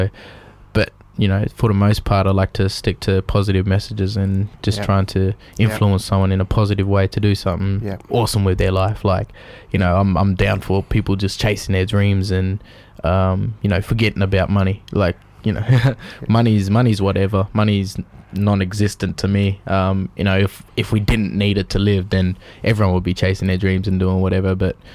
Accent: Mildura, Victoria, Australia; You know, she was an elder of the community I grew up in Mildura.

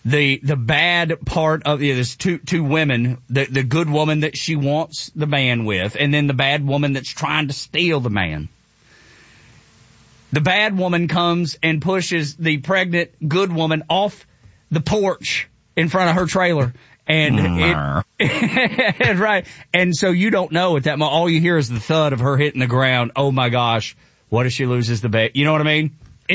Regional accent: Dalton, Georgia, United States; I'm from Dalton, Georgia.

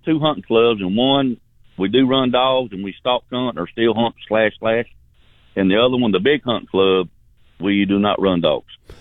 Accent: United States; now in Washington County, United States; I grew up in Baldwin County, but I moved to Washington County.

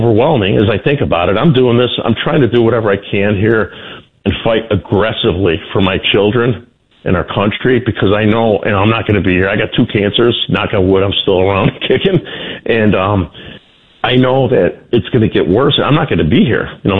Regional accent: Chicago, Illinois, United States; We sent all our manufacturing to China when I was growing up in Chicago, a manufacturing city.

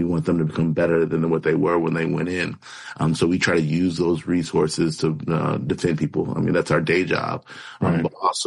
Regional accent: Chicago, Illinois, United States; I was born in South Shore and raised in West Pullman and currently reside in Morgan Park.

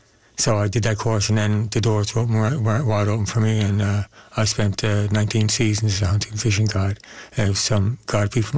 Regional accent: St. John's, Newfoundland and Labrador, Canada; I grew up here in St. John's. Yeah. Well, I went to school in St. John's. I grew up out in Amherstville, but it was the bay, the heart of the bay.

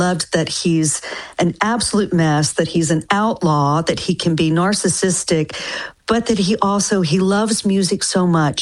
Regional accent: Denton, Texas, United States; moved away; it's a somewhat fictionalized account of my hometown, which is Denton, Texas. But when I lived there, you know, it was very small. There was only one high school, but it was such a unique place to be because, you know, it's North Texas, it's flat

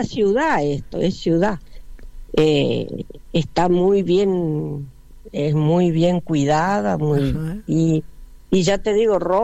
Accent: Córdoba, Argentina; now in San Carlos Centro, Argentina; soy cordobesa

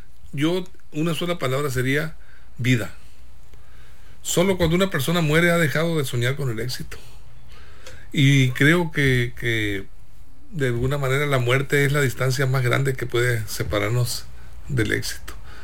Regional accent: Guamúchil, Sinaloa, Mexico; les recomiendo ir a Guamúchil, mi tierra querida. Siempre me acuerdo mucho de Guamúchil.

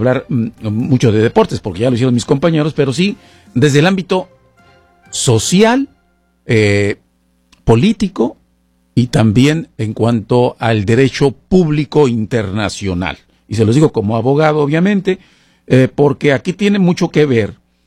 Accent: Tijuana, Baja California, Mexico; now in Seattle, United States; Ustedes saben que yo soy de Tijuana, y obviamente estuve hace unos días ahí en mi ciudad natal

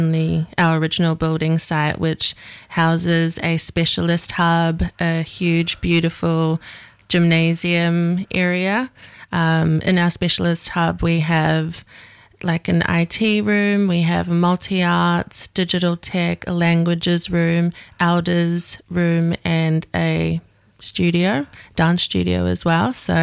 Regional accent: Auckland, New Zealand; moved away as an adult; now in Australia; we're from New Zealand originally, so grew up in Auckland, and that's where we met and did our schooling and training, and have luckily found ourselves on country here.

